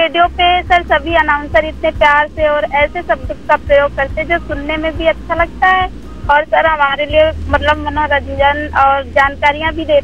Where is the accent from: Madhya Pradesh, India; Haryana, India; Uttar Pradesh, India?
Uttar Pradesh, India; Jagdishpur; मेरा गांव है जगदीशपुर, जो सीवर के पास में पड़ता है, और हमारा जिला रायबरेली है।